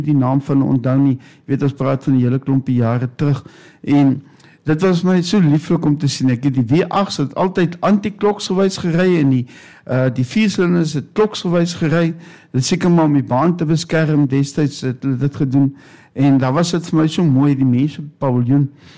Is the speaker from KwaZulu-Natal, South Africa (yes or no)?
no; Northern Cape, South Africa; ons kom ons uit Namakoland